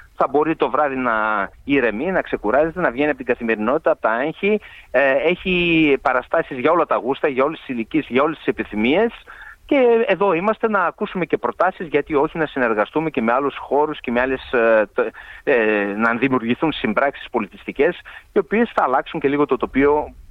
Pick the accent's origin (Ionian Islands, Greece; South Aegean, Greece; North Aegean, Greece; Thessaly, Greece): Thessaly, Greece; Trikala; Όχι ως Τρικαλινοί μόνο, αλλά ως Έλληνες γενικά.